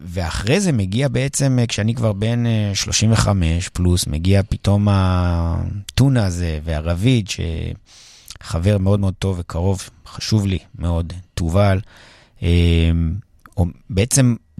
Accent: Jerusalem, Jerusalem District, Israel; born there

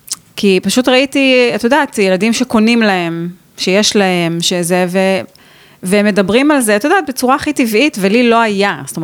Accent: Kiryat Haim, Haifa District, Israel; גדלתי אז בקריית חיים עד גיל 12

